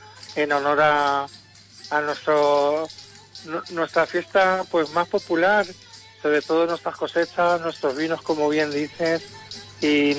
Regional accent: Tomelloso, Castilla-La Mancha, Spain; representar a mi pueblo, a Tomelloso

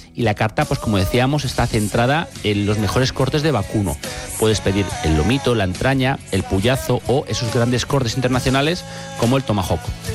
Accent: Guatemala; Soy de Guatemala.

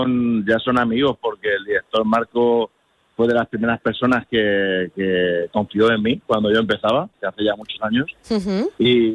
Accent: Castilla-La Mancha, Spain; pueblo y humor muy manchego, que yo creo que en nuestra tierra, pues, se agradece mucho escuchar nuestro acento

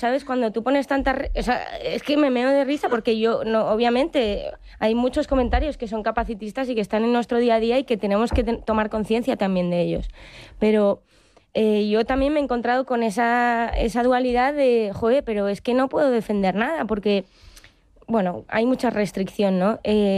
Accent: Madrid, Community of Madrid, Spain; viví una adolescencia yo también que soy de Madrid y el feminismo pues en 2019-2018 era una locura, las manifestaciones y todo.

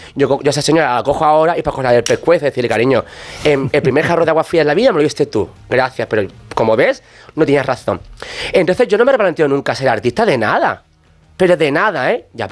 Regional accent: Alcalá de los Gazules, Andalusia, Spain; born or raised there

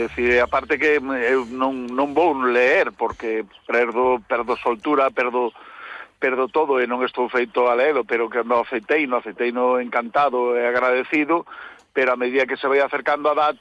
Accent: Galicia, Spain; pola miña sangre fluye sangre galega, son galego, penso, ainda que penso en castelán, falo en castelán, me teño que traducir, pero meu pensamento de galego é son galego

